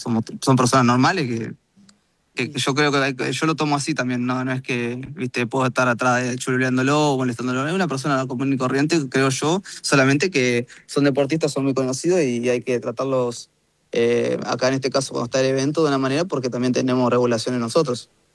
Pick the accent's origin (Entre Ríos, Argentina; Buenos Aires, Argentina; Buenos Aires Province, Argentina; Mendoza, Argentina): Entre Ríos, Argentina; Paraná; Están mis padres, mi familia, en Paraná, de donde soy yo. Y bueno, tengo otra parte de mi familia en Rosario del Tala.